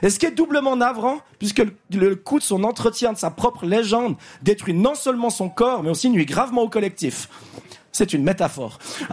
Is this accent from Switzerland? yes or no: yes; Switzerland; En tant que Suisse, je ne me permettrai en aucun cas de faire la morale politique aux Français.